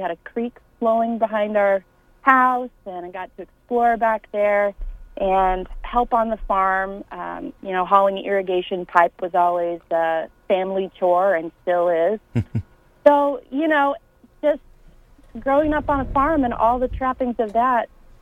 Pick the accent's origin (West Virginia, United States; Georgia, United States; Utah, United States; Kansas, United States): Kansas, United States; Concordia; I grew up in the 80s and 90s and grew up on a farm just west of Concordia.